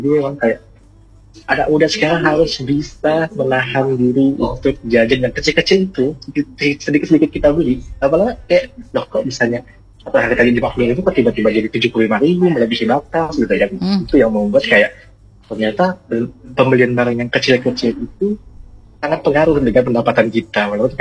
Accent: Pontianak, West Kalimantan, Indonesia; moved away as an adult; now in Sanggau, Indonesia; saya kan orang Pontianak yang kerja di Sanggau, dan kebetulan ada ngekos gitu.

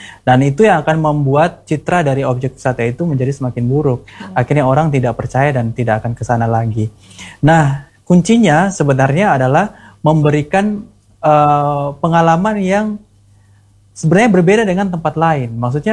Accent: Kupang, East Nusa Tenggara, Indonesia; kalau kita orang Kupang yang melihat itu hal yang biasa.

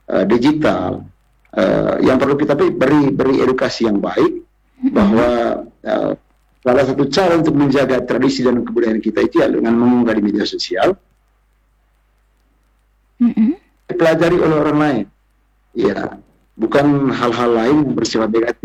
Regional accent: Manggarai, East Nusa Tenggara, Indonesia; kita orang Manggarai.

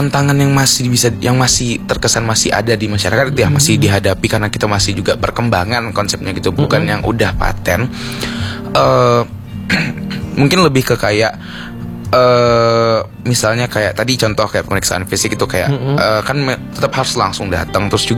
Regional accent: Pekanbaru, Riau, Indonesia; Contoh nih, kan kayak gini nih misalnya, aku dari Pekanbaru. Vaskesku di Pekanbaru, BPJS-nya pas aku pindah ke UNH itu sebulan pertama aku kan belum pindah.

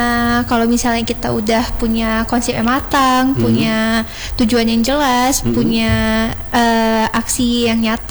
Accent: Aceh, Indonesia; kita pemuda yang mana memang kita lahir di Aceh, besar di Aceh

